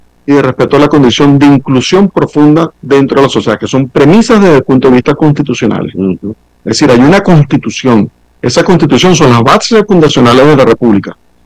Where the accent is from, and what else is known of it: Venezuela